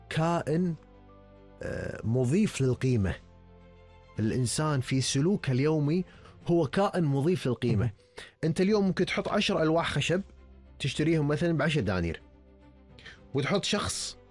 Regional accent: Kuwait; إن نشارك إحنا من الكويت كمشاريع تجارية

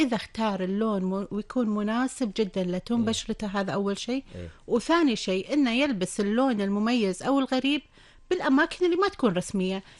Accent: Kuwait; إحنا مصممين بالكويت

